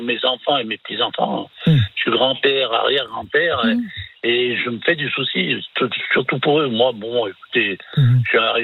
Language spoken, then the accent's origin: French; France; Moi, je suis un Français, je suis fier d'être Français.